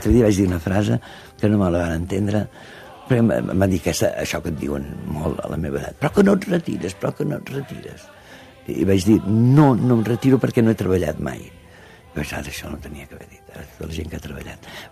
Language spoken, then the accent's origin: Catalan; Catalonia, Spain; Potser sí que soc català